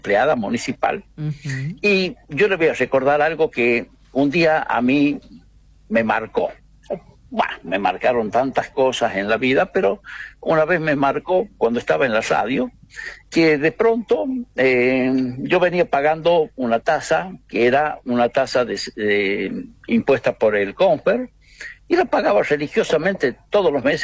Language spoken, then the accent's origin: Spanish; Argentina; Claro que soy argentino.